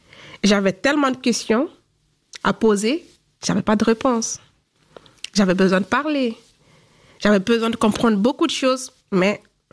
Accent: Guinea

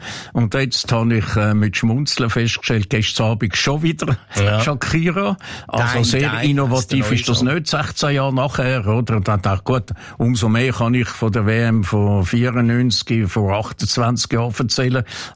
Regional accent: Switzerland; Wenn wir Schweizer so sind

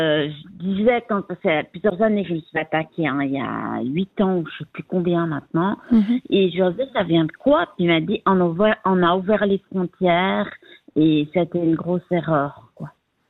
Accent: Geneva, Switzerland; Alors, moi, je suis genevoise, donc je suis revenue dans mes terres

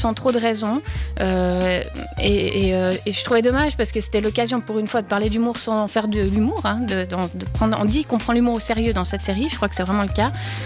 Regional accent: Switzerland; chez nous en Suisse

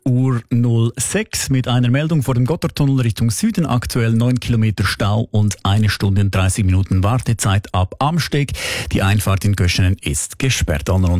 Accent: Schwyz, Switzerland; Das ist dann wirklich, wirklich meine Heimat. Ich bin nämlich im Nachbardorf aufgewachsen.

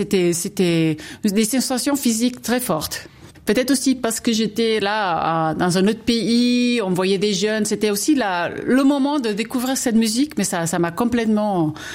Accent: Spain; first language Catalan; French is a second language; C'est ma langue maternelle. C'est la langue que j'ai appris mes premières années de vie. C'est la langue que je parle avec ma maman.

